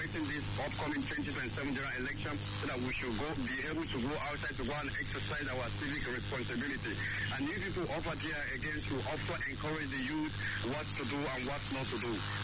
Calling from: Niger State, Nigeria; I'm calling you from Niger State.

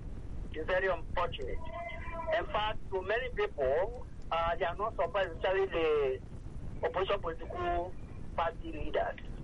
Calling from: Nigeria; I'm calling from Abarunjan, Ikoto.

